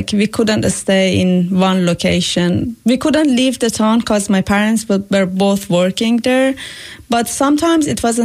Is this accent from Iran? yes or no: yes; Iran; English is a second language; now in United States; I'm from Iran. I was born in southwest of Iran. Mm-hmm. It's a small religious town in the middle of desert. It's famous for its oil refineries, sandstorms, and hot temperatures.